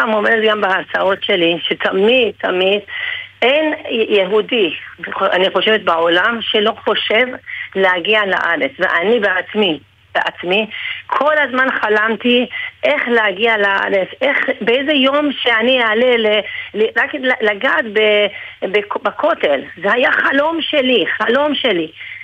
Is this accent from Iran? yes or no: yes; Iran; now in Israel; אני מספרת סיפורים על העלייה שלי, על הילדות שלי באיראן